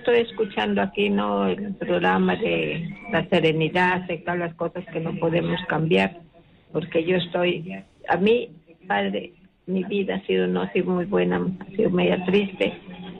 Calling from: Piura, Peru

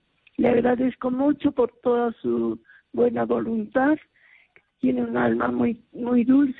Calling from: Arequipa, Peru; Estoy llamando de Arequipa.

